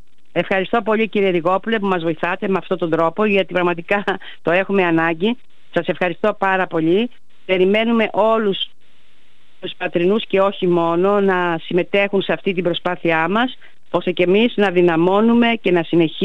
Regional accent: Aigio, West Greece, Greece; είμαι και από το Αίγιο.

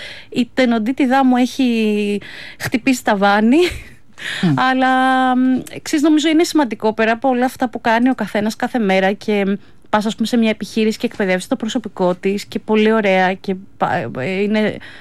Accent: Glyfada, Attica, Greece; also born or lived in Faliro / Alimos; Μεγάλωσα κυρίως στα νότια προάστια γενικά. Γεννήθηκα στο Φάλιρο, μετά βρέθηκα για λίγο στον Άλυμο, μετά κατέληξα στην Κλειφάδα για καμιά 25 χρόνια. Είμαι των νοτίων γενικά παιδί.

